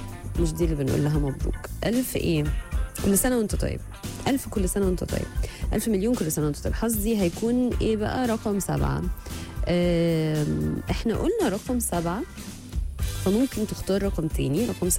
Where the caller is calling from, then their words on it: Kuwait; يعني انا ببعت من الكويت ومحدش بيرد, اهو الزعل جه بقى. ازيك … من الكويت